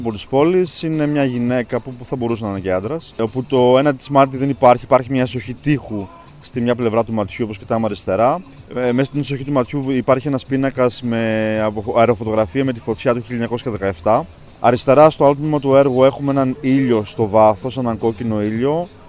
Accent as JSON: {"language": "Greek", "town": "Katerini", "region": "Central Macedonia", "country": "Greece", "moved": "yes", "lives_now": "Thessaloniki, Greece", "said": "έτσι υπογράφουμε το επίθετό μου. Είμαι από την Κατερίνη καταγωγή, εδώ μένω χρόνια."}